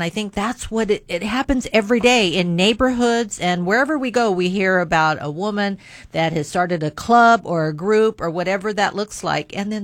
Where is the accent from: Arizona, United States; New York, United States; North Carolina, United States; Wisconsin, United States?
Arizona, United States; Yuma County; I'm a rural girl, rural roots, born and raised in Yuma County.